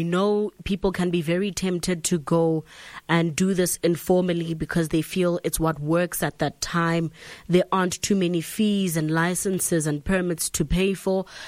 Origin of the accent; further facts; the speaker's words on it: Mentz, Limpopo, South Africa; from Mentz, completing my matric at the end of this year.